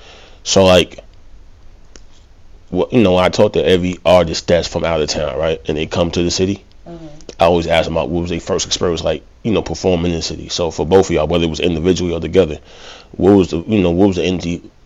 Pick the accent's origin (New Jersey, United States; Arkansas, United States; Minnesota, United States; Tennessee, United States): New Jersey, United States; I'm from Jersey.